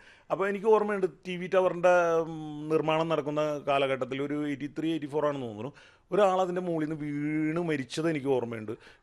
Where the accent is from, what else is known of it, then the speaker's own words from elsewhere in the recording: Kakkanad, Kerala, India; അന്ന് ഞങ്ങൾ കാക്കനാട് MHS സ്കൂളിലാണ് പഠിക്കുന്നത്, ഞാനിവിടെ NGO ക്വാർട്ടേഴ്സിലാണ് ഞാൻ ജനിച്ചു വളർന്നത്.